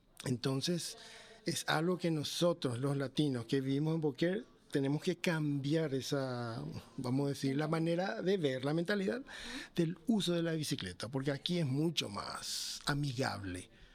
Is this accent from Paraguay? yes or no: yes; Paraguay; also born or lived in United States; yo personalmente vengo de Paraguay, pero viví mucho tiempo también en Estados Unidos